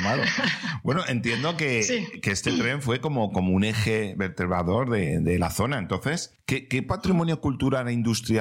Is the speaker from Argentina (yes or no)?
no; Valencia, Valencian Community, Spain; Yo soy de Valencia